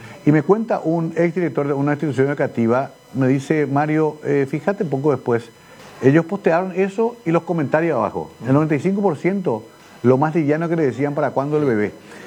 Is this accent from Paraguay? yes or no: yes; Paraguay; en Paraguay, que somos todos rubios, ojos verdes.